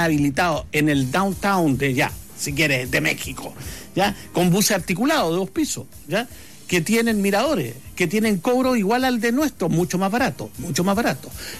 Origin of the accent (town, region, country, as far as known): Argentina